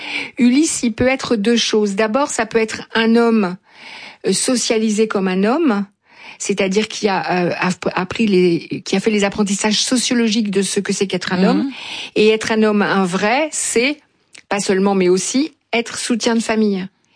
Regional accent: France; je suis française et que c'est ici que je consulte.

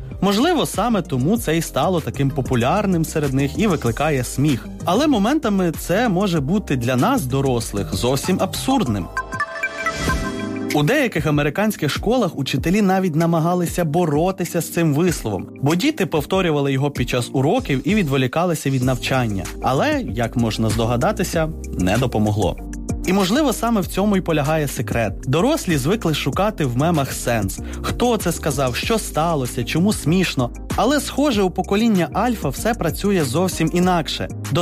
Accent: Ukraine; Що цікаво, на моїй рідній Бойківщині можна почути іншу інтерпретацію 7-8.

